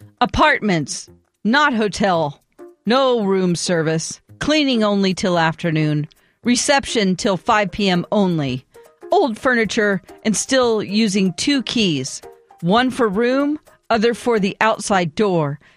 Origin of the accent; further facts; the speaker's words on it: Greece; English is a second language; I come from Greece, though, okay. So I'm used to Greeks, hospitality, and beaches.